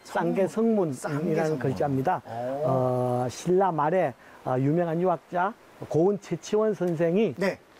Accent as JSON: {"language": "Korean", "town": "Hadong", "region": "South Gyeongsang", "country": "South Korea", "tie": "born or raised there", "said": "여기가 제 고향이에요."}